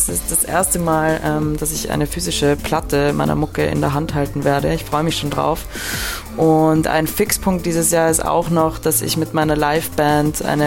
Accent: Vienna, Austria; und ich komme aus Wien.

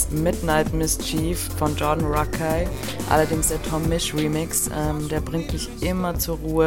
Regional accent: Vienna, Austria; ich komme aus Wien.

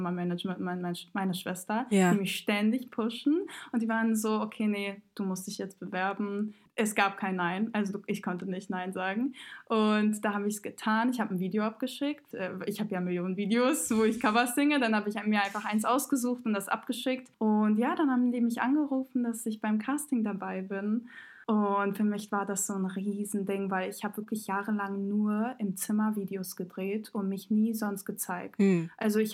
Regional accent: Montenegro; Wir kommen aus Montenegro und jedes Mal, wenn Montenegro da auch mitmacht, sind wir so, okay, Eurovision ist so das Ding bei uns.

